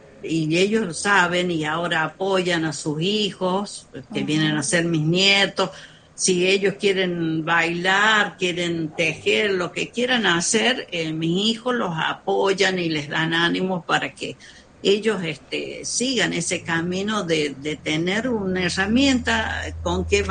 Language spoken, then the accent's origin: Spanish; Ambil, La Rioja, Argentina; yo nací en Ambil, Departamento General Ocampo.